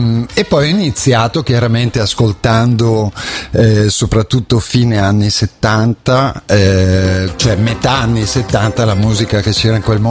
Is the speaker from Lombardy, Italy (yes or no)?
yes; Lombardy, Italy; Io vengo da Bergamo, praticamente. Okay. dalla Valle Serriana, per cui periferia di Bergamo.